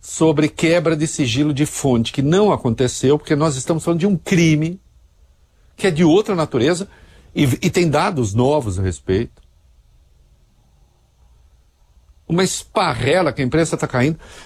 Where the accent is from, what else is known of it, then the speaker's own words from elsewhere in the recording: Rio de Janeiro, Brazil; Não, eu sou carioca, não posso votar.